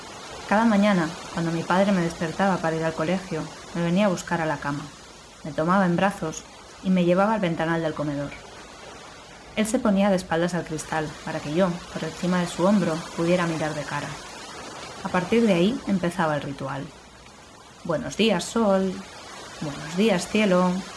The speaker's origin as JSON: {"language": "Spanish", "town": "Barcelona", "region": "Catalonia", "country": "Spain", "tie": "born or raised there", "said": "Nací y crecí en Barcelona, y la casa de mis padres tiene un balcón que da al mar."}